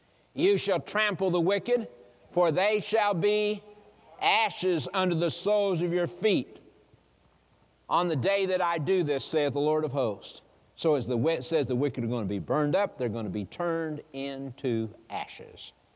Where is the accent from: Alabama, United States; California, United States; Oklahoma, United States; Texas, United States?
Oklahoma, United States; I grew up in Oklahoma. The western part of Oklahoma has huge, huge wheat fields.